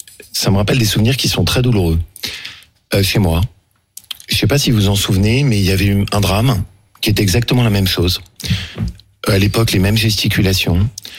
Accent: Le Chambon-sur-Lignon, Auvergne-Rhône-Alpes, France; au collège Chevenol, chez moi en Haute-Loire, au Chambon-sur-Lignon.

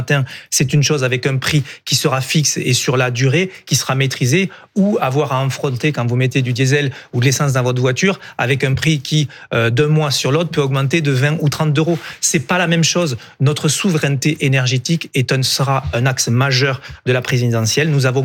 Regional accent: Occitanie, France; Vous savez, moi, je viens d'Ariège. J'arrive tout juste d'Ariège, un milieu rural

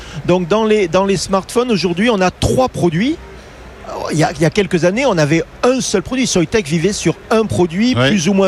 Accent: France; c'est pas parce que je suis français que je le dis

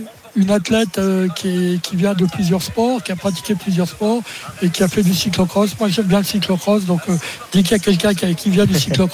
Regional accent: Amnéville, Grand Est, France; je suis de Lorraine d'origine, à Amnéville, quand on avait eu une ville étape à Amnéville.

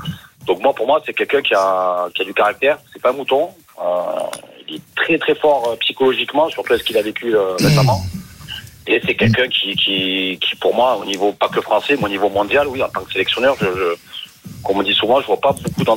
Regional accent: Montpellier, Occitanie, France; moved away as an adult; now in Paris region, France; Je suis originaire de Montpellier, là je suis en région parisienne pour le travail.

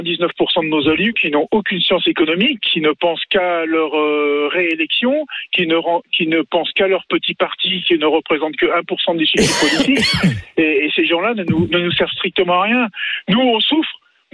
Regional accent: France; Bon, moi, je suis français, je travaille avec une entreprise française.

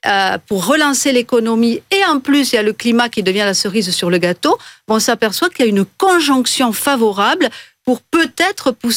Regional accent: France

